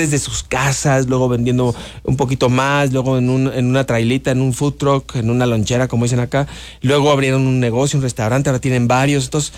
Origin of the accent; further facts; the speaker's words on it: Mexico; a veces nos cuesta un poquito de trabajo como mexicanos